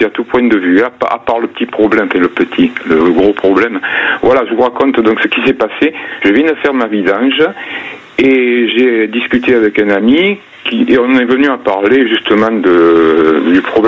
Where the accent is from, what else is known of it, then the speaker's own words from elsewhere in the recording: Provence-Alpes-Côte d'Azur, France; D'à côté d'Arles. Dans les Bouches-du-Rhône.